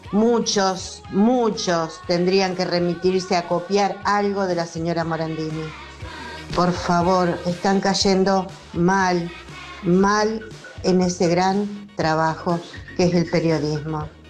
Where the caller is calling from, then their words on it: San Nicolás de los Arroyos, Buenos Aires Province, Argentina; aquí desde San Nicolás